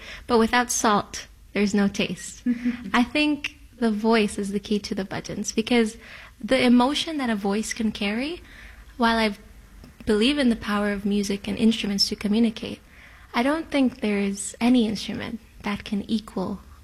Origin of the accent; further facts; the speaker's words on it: Guyana; now in Canada; Cuz we're from Guyana and the music there is a little more rural folk music. So when you come to Canada, you might look at those kinds of music